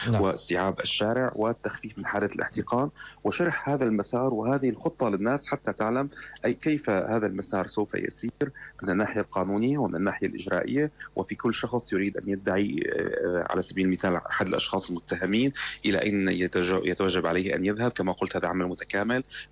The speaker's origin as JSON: {"language": "Arabic", "country": "Syria", "said": "اشرحوا لنا كسوريين"}